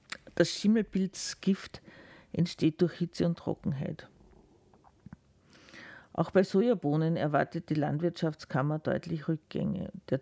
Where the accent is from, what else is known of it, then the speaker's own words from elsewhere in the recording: Salzburg, Austria; es ist in ganz Österreich so und im Osten sogar noch schlimmer als bei uns in Salzburg.